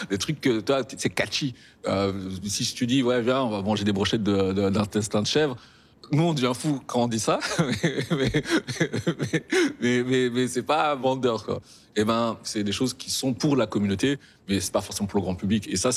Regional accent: Rwanda; Et en fait, ces lieux-là, moi, je les connais parce que je suis rwandais.

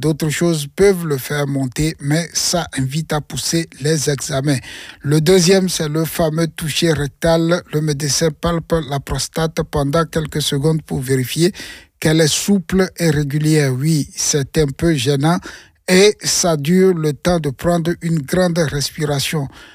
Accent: Belgium; Chez nous, en Belgique, c'est plusieurs milliers de nouveaux cas chaque année

